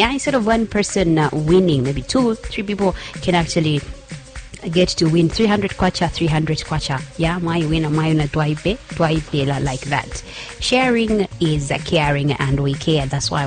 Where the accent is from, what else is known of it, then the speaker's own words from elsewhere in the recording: Eastern Province, Zambia; my Bemba is better than my Nyanja, I tell you. Yeah. I'm from the East, but when I speak Nyanja, it's like I'm speaking Spanish or I'm speaking Mexican.